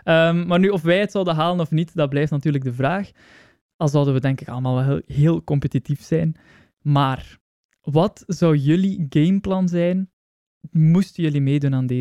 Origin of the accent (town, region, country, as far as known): Belgium